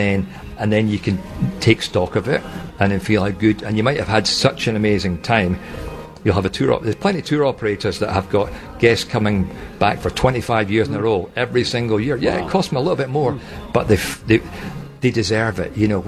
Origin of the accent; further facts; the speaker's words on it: St Andrews, Scotland, United Kingdom; Born and raised in St Andrews.